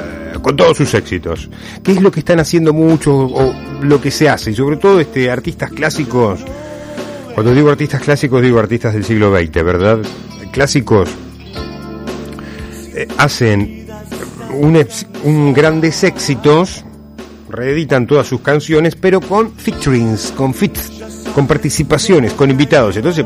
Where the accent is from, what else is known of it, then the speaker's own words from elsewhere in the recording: Argentina; somos argentinos